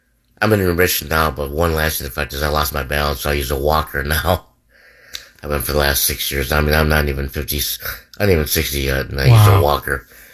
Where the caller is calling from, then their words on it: Illinois, United States; I'm from Illinois.